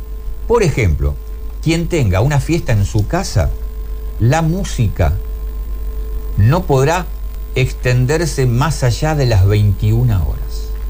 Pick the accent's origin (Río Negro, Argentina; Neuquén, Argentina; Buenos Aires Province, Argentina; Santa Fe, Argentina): Santa Fe, Argentina; Granadero Baigorria; aquí que somos de Baigorria